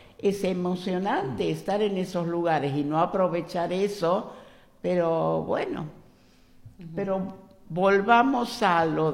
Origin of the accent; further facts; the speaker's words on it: Santiago del Estero, Argentina; digo nosotros como judía, porque yo me siento muy argentina, soy muy santiagueña.